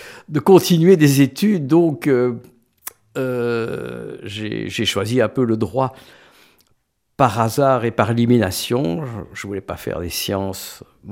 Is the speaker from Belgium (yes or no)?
yes; Schaerbeek, Brussels-Capital Region, Belgium; Je suis né à Schaarbeek. Et donc, j'ai passé à peu près les 15 premières années de ma vie dans cette commune, très pittoresque, en tout cas dans mon souvenir, de l'agglomération bruxelloise.